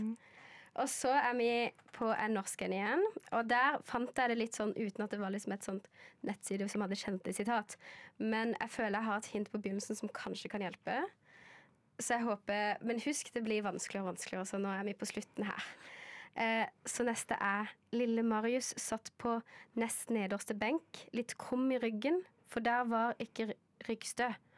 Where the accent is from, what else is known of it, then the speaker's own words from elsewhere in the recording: Southern Norway, Norway; jeg er sørlending og ikke, jeg snakker ikke dansk